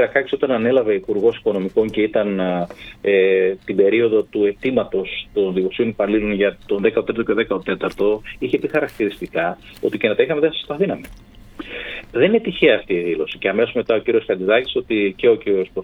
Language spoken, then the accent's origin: Greek; Ioannina, Epirus, Greece; now in Volos, Greece; η πατρίδα μου είναι τα Γιάννενα